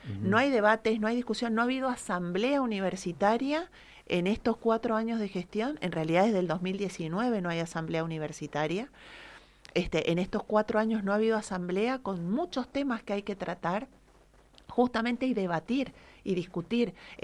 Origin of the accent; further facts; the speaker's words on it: Argentina; nuestra historia como argentinos y argentinas